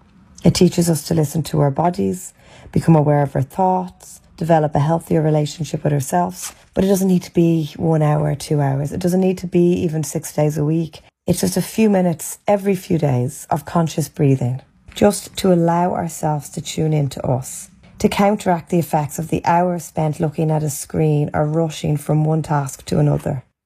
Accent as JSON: {"language": "English", "country": "Ireland", "said": "I'm from Ireland. I live in Dublin"}